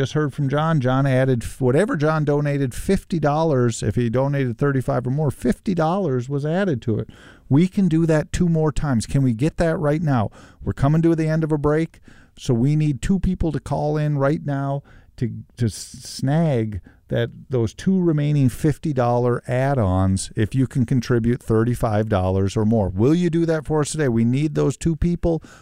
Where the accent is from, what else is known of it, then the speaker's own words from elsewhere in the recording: England, United Kingdom; I'm an English guy